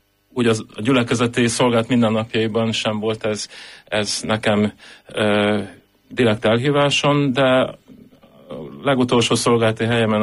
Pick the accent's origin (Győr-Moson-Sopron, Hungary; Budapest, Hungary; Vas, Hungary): Budapest, Hungary; born or raised there